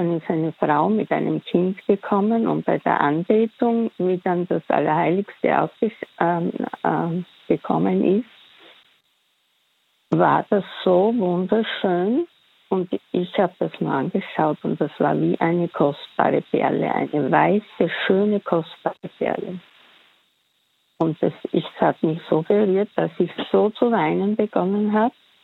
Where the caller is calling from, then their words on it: Styria, Austria; Ich bin aus der Steiermark.